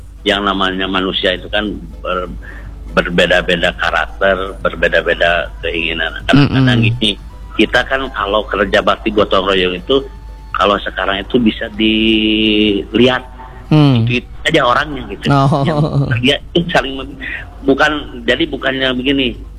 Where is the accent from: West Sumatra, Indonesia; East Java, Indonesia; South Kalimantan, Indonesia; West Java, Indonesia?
West Java, Indonesia; born there; masyarakat umumnya Jawa Barat, khususnya yang ada di kampung saya ya.